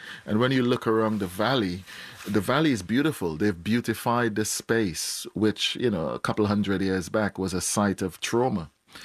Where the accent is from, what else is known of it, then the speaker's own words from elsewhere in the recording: Trinidad & Tobago; Carnival, which I grew up with in Trinidad, is a very surreal thing